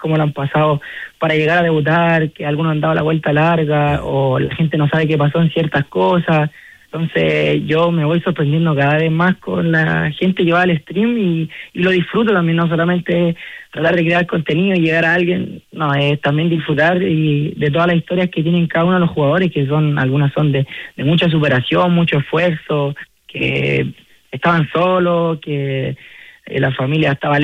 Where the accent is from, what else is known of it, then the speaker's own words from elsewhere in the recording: Chile; lo único que somos de Chile